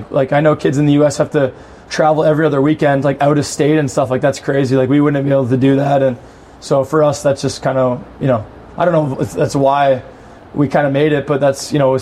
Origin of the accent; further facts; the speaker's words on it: Toronto, Ontario, Canada; Honestly, I just think that like growing up in Toronto area, like there's just so much hockey available, right?